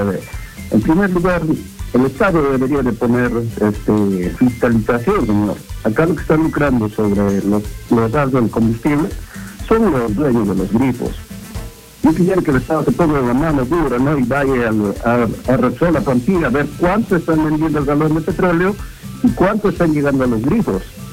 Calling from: Lima, Peru; estoy llamando de transportista de la ciudad de Lima.

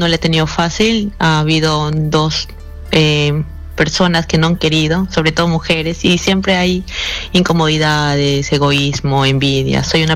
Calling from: Lima, Peru; de Los Olivos. Mi fecha de nacimiento es el 18 de enero del 97.

